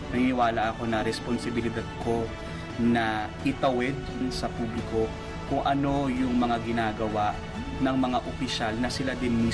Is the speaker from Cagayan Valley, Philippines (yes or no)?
no; Calabarzon, Philippines; Lumaki ako sa Cavite, and growing up, parang I've always been curious and aware sa nangyayari sa paligid.